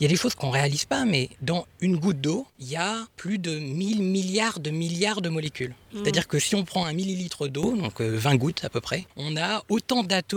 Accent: Béthisy-Saint-Pierre, Hauts-de-France, France; now in Japan; Du coup, moi je suis originaire de Béthisy-Saint-Pierre. Je suis resté ici jusqu'au bac que j'ai eu à Compiègne.

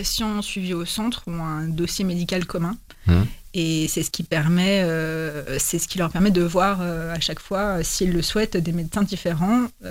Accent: Crépy-en-Valois, Hauts-de-France, France; Et lorsque j'ai eu un enfant, j'ai eu envie de revenir vivre dans ma ville natale, en fait, Crépien-Valois.

